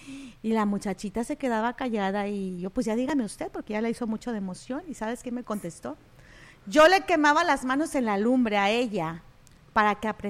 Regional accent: Mexico; yo soy mexicana

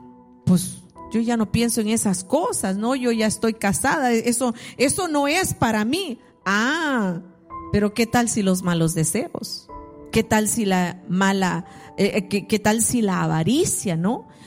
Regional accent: El Salvador; Yo soy así, las del Salvador somos así.

